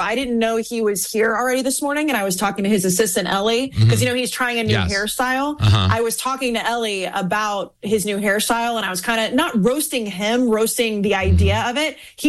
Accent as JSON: {"language": "English", "region": "Texas", "country": "United States", "tie": "born or raised there"}